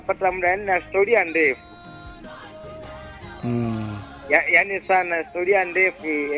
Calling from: Ilula, Iringa, Tanzania; niko Ilula Sinja Mbuyu.

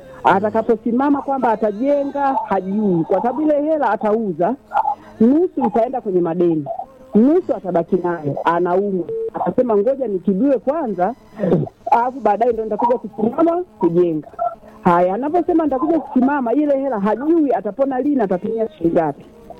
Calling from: Iringa, Tanzania; natokea Mkwawa.

